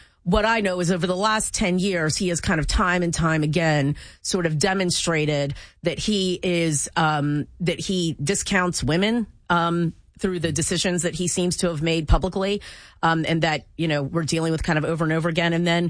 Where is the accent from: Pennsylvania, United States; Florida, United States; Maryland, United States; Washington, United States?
Maryland, United States; Columbia; So I am from Columbia, Maryland here. Mm-hmm. And that's actually in Howard County. Mm-hmm. And my parents actually settled in Howard County, Maryland, really because of Jim Rouse, because that would have been in the late 60s and early 70s.